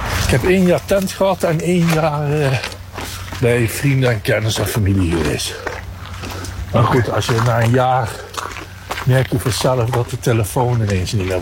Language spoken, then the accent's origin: Dutch; Nijmegen, Gelderland, Netherlands; born there; ik ben geboren in Nijmegen, gestoken. En ik ben aan de overkant geboren. Dat zou je zeggen, ja, natuurlijk, dat is Nijmegen ook. Maar daar vooraan, echt achter deze rivier, dan begint Nijmegen en daar heb je een heel klein wijkje. Dat was een volksbuurtje.